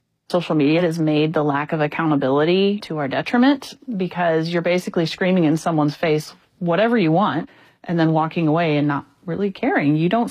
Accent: Urbana, Illinois, United States; now in Monticello, United States; I grew up in Southeast Urbana, tight-knit houses every 6 feet or whatever. But when I moved to Monticello, it was a totally different vibe.

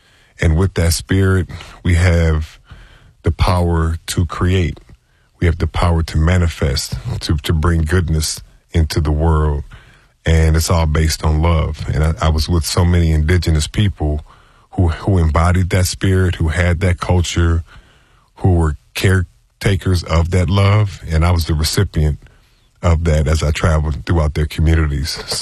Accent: Evanston, Illinois, United States; So I grew up in broader Evanston, but I had a very kind of, African-American experience.

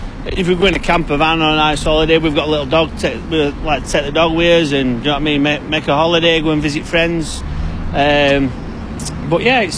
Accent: Rotherham, Yorkshire and the Humber, United Kingdom; I'm from Rotherham, England, UK.

